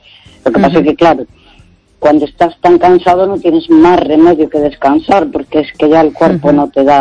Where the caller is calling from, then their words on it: Santiago de Compostela, Galicia, Spain; de Santiago, bien, gracias.